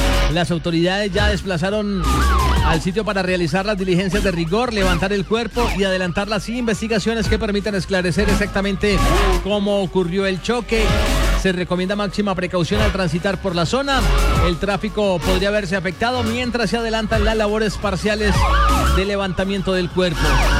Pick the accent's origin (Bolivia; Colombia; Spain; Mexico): Colombia; Cali, Valle del Cauca; así somos los caleños, así somos los vallecaucanos, así somos los colombianos.